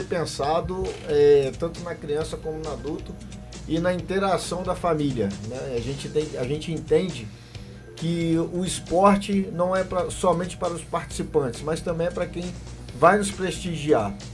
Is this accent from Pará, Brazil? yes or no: yes; Paragominas, Pará, Brazil; A gente é da cidade de Paragominas